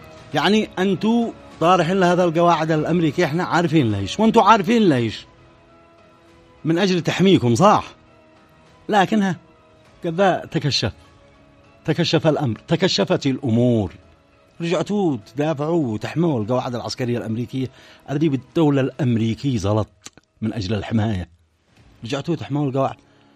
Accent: Yemen

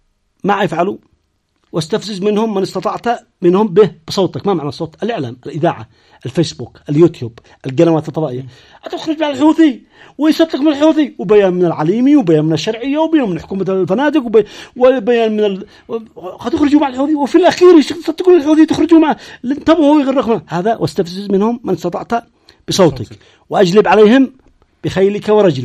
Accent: Yemen; شعبنا اليمني

